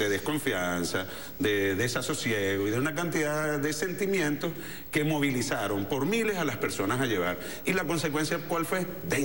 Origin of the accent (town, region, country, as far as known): Venezuela